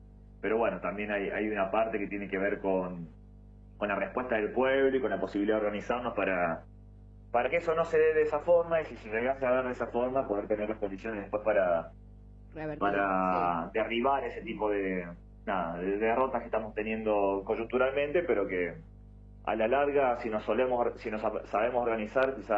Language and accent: Spanish; Argentina; che, si somos todos argentinos, pero hay algunos argentinos que nos quieren vender y sí, otros que queremos defender un poco la patria